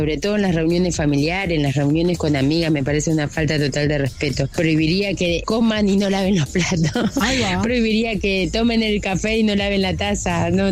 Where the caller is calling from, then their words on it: Santa Fe, Argentina; de Santa Fe